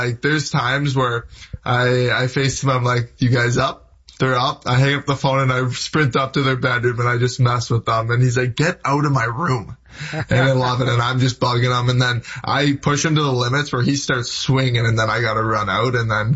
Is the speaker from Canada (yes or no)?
yes; Hamilton, Ontario, Canada; So, you know, when I'm in New York and they're like, where are you from? I'm always like, I'm from Toronto. And it's a little bit easier because they know where that is.